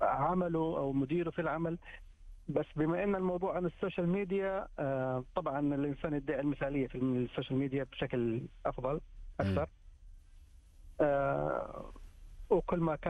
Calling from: Jeddah, Makkah Province, Saudi Arabia

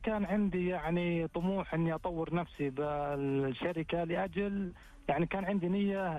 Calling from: Riyadh, Riyadh Province, Saudi Arabia; أنا أكلمك من الرياض

